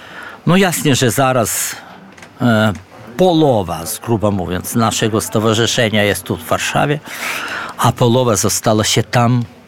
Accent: Kyiv, Ukraine; moved away as an adult; now in Poland; I tak dla skrótu to Polak Kijowski.

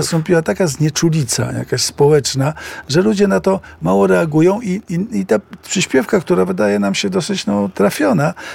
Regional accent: Warsaw, Masovian Voivodeship, Poland; Jak już wspomniałem, jestem z Międzylesia, czy jestem z tak zwanej linii otwockiej, którą zawsze bardzo lubiłem.

